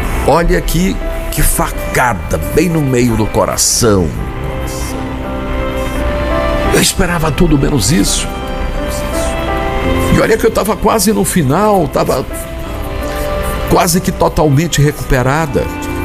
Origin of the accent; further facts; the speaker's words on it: Paraná, Brazil; now in Goiás, Brazil; Vim do Paraná aqui para Goiás. Aqui começar uma nova vida.